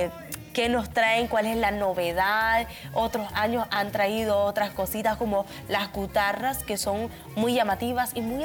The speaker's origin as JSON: {"language": "Spanish", "country": "Panama", "said": "identificarme como panameña."}